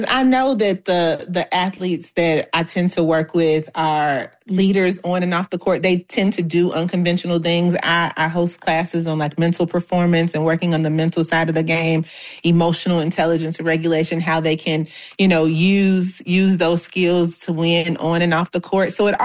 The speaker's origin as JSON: {"language": "English", "country": "United States", "also_born_or_lived": "Chicago, Illinois / Milwaukee, Wisconsin", "said": "I'm from Chicago and Milwaukee"}